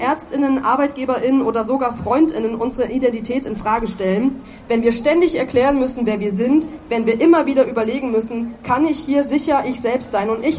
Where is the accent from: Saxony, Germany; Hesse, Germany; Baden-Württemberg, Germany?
Saxony, Germany; Dresden; wurde in meiner Geburtsstadt Dresden auf meinem ehemaligen Schulweg, 2 Haltestellen von meiner ehemaligen Schule entfernt